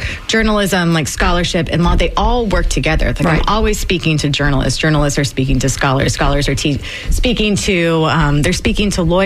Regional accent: Tampa, Florida, United States; So I'm from Florida. I'm from Tampa. My mom's family is from Ybor City.

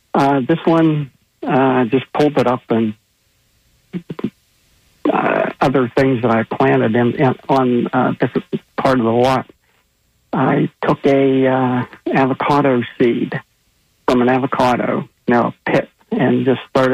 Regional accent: Pittsburgh, Pennsylvania, United States; moved away; We're from Pittsburgh, Pennsylvania, originally, and we moved down here permanently in the very beginning of 2000.

